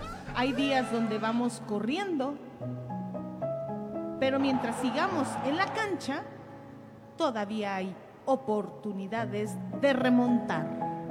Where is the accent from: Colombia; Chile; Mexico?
Mexico